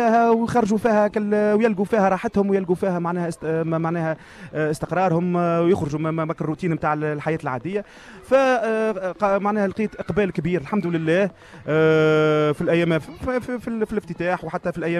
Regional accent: Testour, Béja, Tunisia; نحن تساتريه رانا معناها ناس معناها كرماء، وانا تونسي

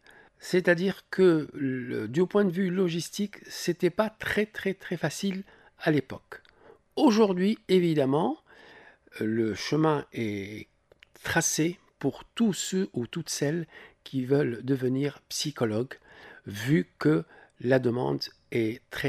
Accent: Sousse, Sousse Governorate, Tunisia; Je suis natif de Sousse, j'ai fait un peu toutes les boîtes de nuit.

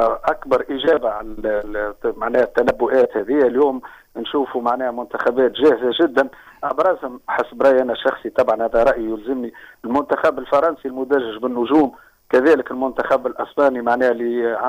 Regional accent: Tunisia; انا معناها كتونسي وكعربي

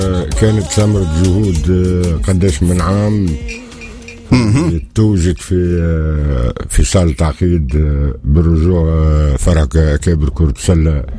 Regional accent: Sfax, Sfax Governorate, Tunisia; حمد بورت العذار.

